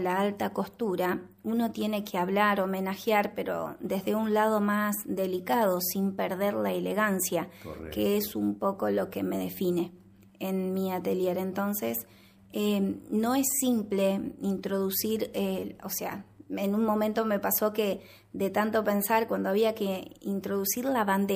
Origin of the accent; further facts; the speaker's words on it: Ramallo, Buenos Aires Province, Argentina; del pueblo donde vivo, donde me crié